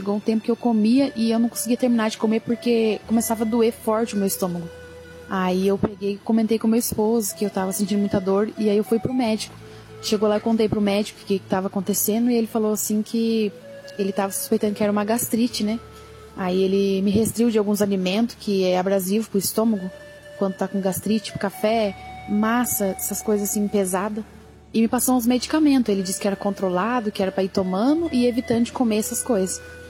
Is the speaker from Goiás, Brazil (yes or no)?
no; Camanducaia, Minas Gerais, Brazil; sou da cidade de Camanducaia, Minas Gerais.